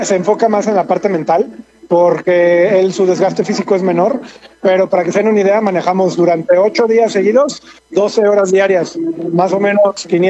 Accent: San Luis Potosí, Mexico; pasamos por mi ciudad natal que es San Luis Potosí

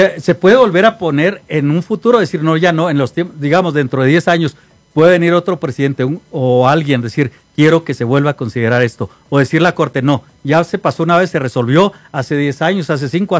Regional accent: Chihuahua, Mexico; moved away; mis paisanos de Chihuahua

